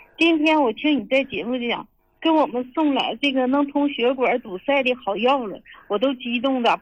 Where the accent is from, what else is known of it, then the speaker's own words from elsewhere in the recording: Harbin, Heilongjiang, China; 我是哈尔滨的，李老师。